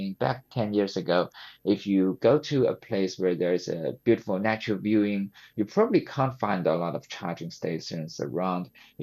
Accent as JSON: {"language": "English", "town": "Nanjing", "region": "Jiangsu", "country": "China", "tie": "born or raised there", "said": "I was surprised by how many cars British were having at that time compared with my hometown, Nanjing, which is also a very large city in China."}